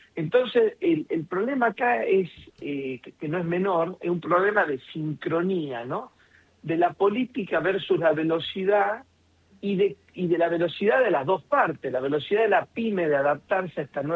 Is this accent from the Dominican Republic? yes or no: no; Argentina